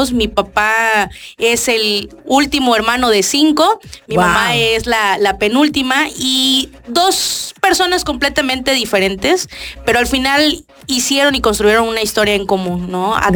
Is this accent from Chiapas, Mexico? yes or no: yes; Tapachula, Chiapas, Mexico; yo soy de origen tapachulteca, mis papás son tapachultecos, mis abuelas, todos mis familiares somos de Tapachula. Yo nací y crecí aquí